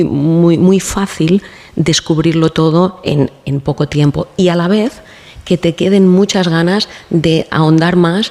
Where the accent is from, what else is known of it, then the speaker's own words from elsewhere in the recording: Ibiza, Balearic Islands, Spain; Obviamente soy subjetiva, soy ibicenca y soy alcaldesa, claro.